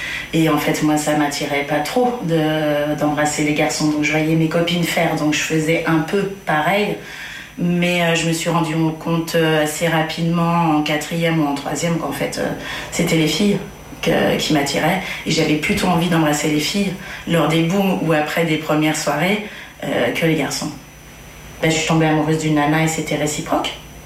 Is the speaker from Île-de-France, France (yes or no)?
no; Nouvelle-Aquitaine, France; moved away as an adult; j'ai 40 ans. J'ai grandi dans les Deux-Sèvres, un département dans le Poitou-Charentes.